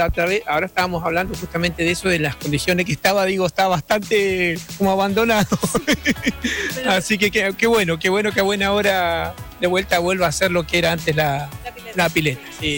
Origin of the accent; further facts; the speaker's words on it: Bariloche, Río Negro, Argentina; No, somos de Bariloche.